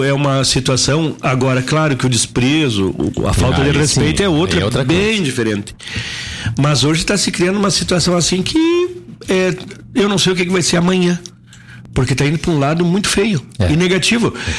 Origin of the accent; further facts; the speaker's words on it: Brazil; born there; eu nasci em Caxias